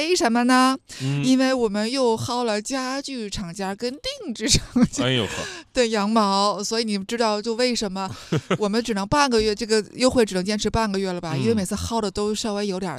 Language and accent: Chinese; Tianjin, China; 因为我是天津人嘛。